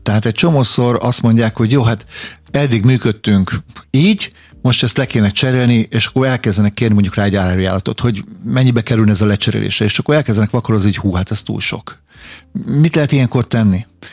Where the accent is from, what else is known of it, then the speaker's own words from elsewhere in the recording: Hungary; amúgy is magyarok vagyunk